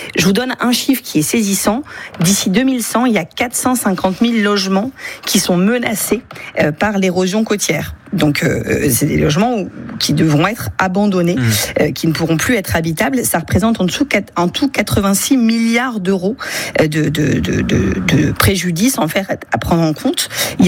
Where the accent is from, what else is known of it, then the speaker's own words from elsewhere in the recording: Hénin-Beaumont, Hauts-de-France, France; moved away; moi, je viens du bassin minier du Pas-de-Calais. Je me rappelle à Hénin-Beaumont, en CM2